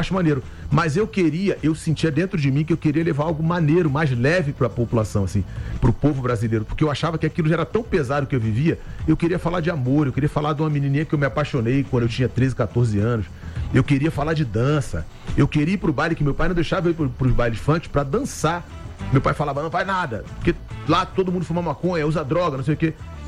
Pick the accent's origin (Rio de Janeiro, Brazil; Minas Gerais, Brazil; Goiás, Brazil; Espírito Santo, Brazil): Rio de Janeiro, Brazil; Eu sou da Vila do Pinheiro, eu morei até 27 anos dentro do Complexo da Maré, que é a Vila do João, Vila do Pinheiro, Conjunto de Esperança. Eu nasci na Nova Holanda, eu saí da Nova Holanda com 6 para 7 anos